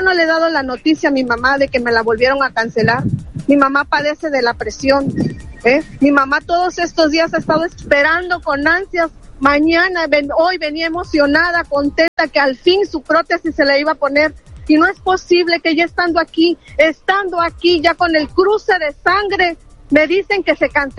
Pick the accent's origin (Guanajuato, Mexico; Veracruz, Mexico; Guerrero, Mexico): Veracruz, Mexico; Coatzacoalcos; Vengo de la ciudad de Coatzacoalcos, Veracruz. Llegamos el día de hoy a las 11 de la mañana, ya que así se nos pidió.